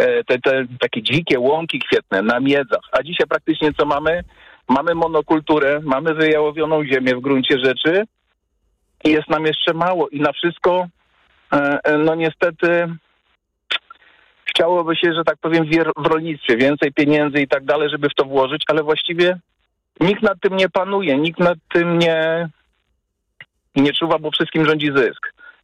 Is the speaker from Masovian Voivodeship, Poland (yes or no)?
yes; Milanówek, Masovian Voivodeship, Poland; I właściwie z mojego dzieciństwa Milanówek, powiedzmy, stracił wiele na swoim charakterze przez to, że tych drzew troszeczkę ubyło.